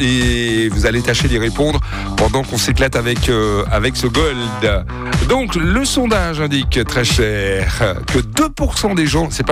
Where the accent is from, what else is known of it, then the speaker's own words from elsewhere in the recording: Guadeloupe; chez nous, en Guadeloupe